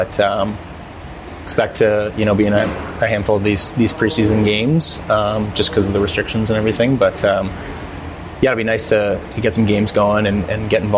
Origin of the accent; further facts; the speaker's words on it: Canada; I'm Canadian. More of a CFL guy.